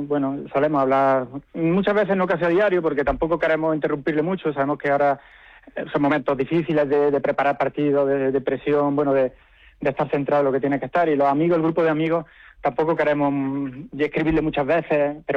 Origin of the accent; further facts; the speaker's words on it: Loja, Andalusia, Spain; El sentir de Loja, en mucha parte, ha sido más cercana a Málaga que a Granada, en mucha parte de la población, y yo me incluyo.